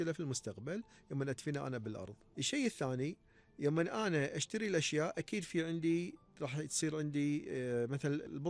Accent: Kuwait; إحنا عندنا بالكويت

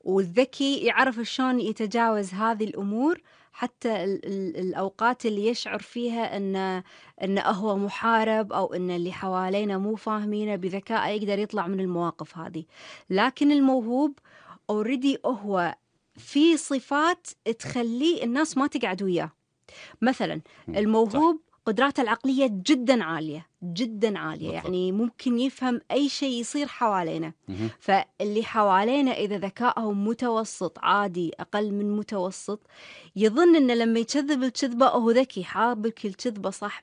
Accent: Kuwait; طبعا هذه ما تصير عندنا بالكويت

